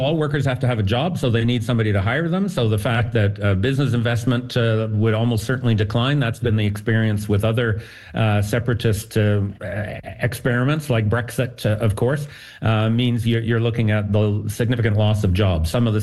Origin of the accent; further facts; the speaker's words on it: Alberta, Canada; I was born and raised in Alberta. I love Alberta. My family still lives here.